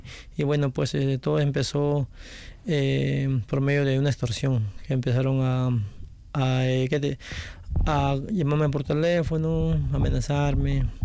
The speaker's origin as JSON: {"language": "Spanish", "region": "Lima", "country": "Peru", "moved": "as an adult", "said": "yo soy de Perú, ya de Lima, de la capital."}